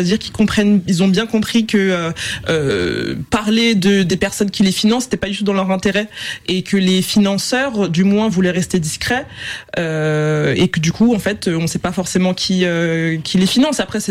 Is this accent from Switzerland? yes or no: no; Île-de-France, France; c'est d'abord que j'en suis issue. C'est-à-dire que je suis née et j'ai grandi et je vis en Seine-Saint-Denis.